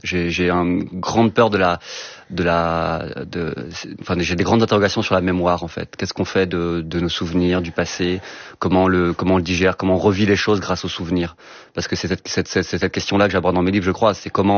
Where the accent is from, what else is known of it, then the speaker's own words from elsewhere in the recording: Brittany, France; moi, je parle pas en tant que Breton, je parle en tant que vacancier.